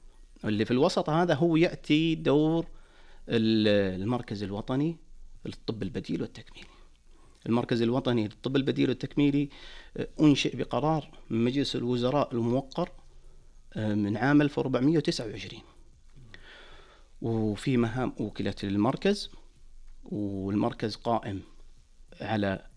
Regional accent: Saudi Arabia; بالنسبة لنا كسعوديين

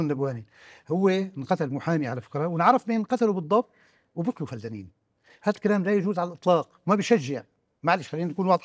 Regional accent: Syria

